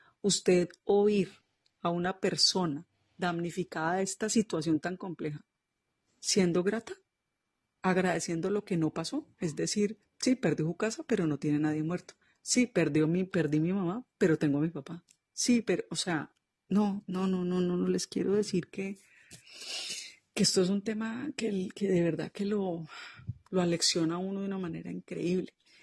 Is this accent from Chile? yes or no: no; Colombia; reconocernos como colombianos